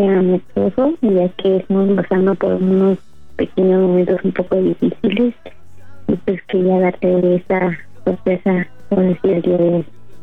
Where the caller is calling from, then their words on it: State of Mexico, Mexico; Aquí, Cerrillo Vistahermosa.